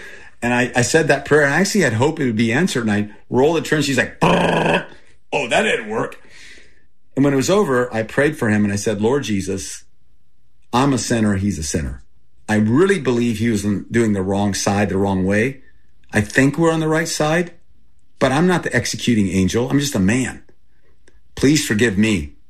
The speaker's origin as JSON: {"language": "English", "country": "Thailand", "tie": "born or raised there", "also_born_or_lived": "Texas", "first_language": "Thai", "second_language": "English", "said": "I was 9 months old. I was born in Texas. And I grew up in Thailand, and I grew up with Thai people. And my first language was Thai. And then I went to boarding school."}